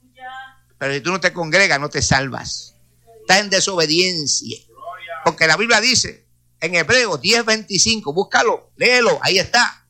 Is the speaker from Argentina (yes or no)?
no; Corozal, Puerto Rico; un alcalde de Corozal de mi pueblo